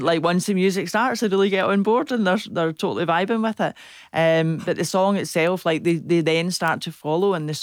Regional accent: Belfast, Northern Ireland, United Kingdom; moved away; I'm from Belfast originally myself.

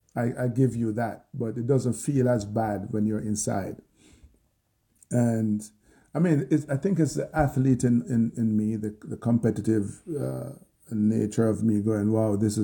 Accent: Jamaica; The fact that we're from Jamaica and have very limited resources

